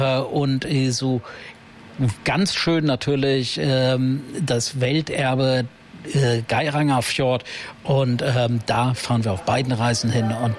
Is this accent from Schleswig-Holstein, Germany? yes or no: no; Lower Saxony, Germany; moved away as an adult; also born or lived in Hanover; now in Fremantle, Australia; Also ich bin ja in Hannover geboren, in Niedersachsen aufgewachsen und die große weite Welt hat mich immer fasziniert. Ich lebe seit mittlerweile 30 Jahren in Australien